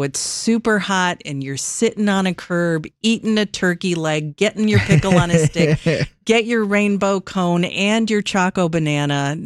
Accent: Illinois, United States; also born or lived in Chicago; So, I grew up in Northern Illinois, as you know, but I was born on the West Side at Loretto Hospital. And I moved back here in 1991 for a job.

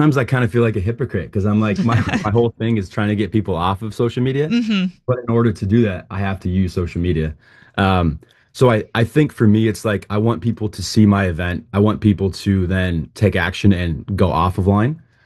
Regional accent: Arizona, United States; moved away as an adult; now in Chicago, United States; I grew up in Arizona

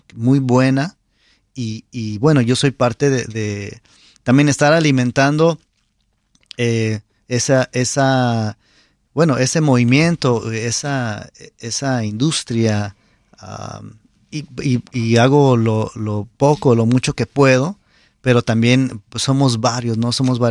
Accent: San Luis Potosí, Mexico; Igual cuando creciendo en San Luis Potosí, también mi papá tuvo la oportunidad de presentar a varios grupos, ¿no?

